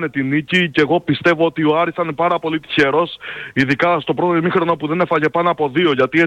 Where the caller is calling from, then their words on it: Kalamaria, Central Macedonia, Greece; από Ασπρόμαυρη, Καλαμαριά.